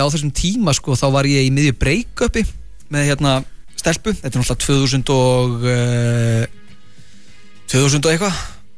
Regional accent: Vestmannaeyjar, Southern Region, Iceland; ég er frá Vestmannaeyjum ég nýfluttur upp á land

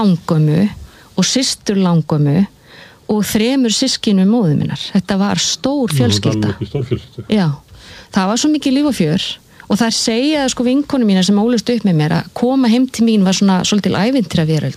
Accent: Seltjarnarnes, Capital Region, Iceland; það var bara frábær tími og yndislegt að alast upp á Seltjarnarnesinu

